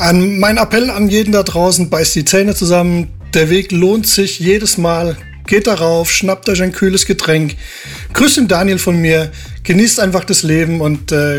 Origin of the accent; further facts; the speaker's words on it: Hesse, Germany; Ja, hi, servus. Oder gute, wie man bei uns in Hessen sagt.